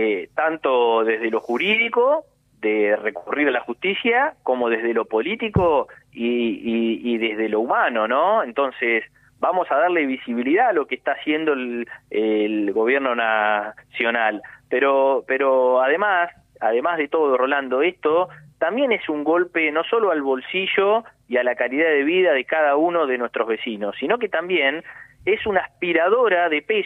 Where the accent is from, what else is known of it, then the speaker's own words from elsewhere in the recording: Argentina; pero como argentino te indigna y te hace que es imposible no odiarlo a Milei, ¿no?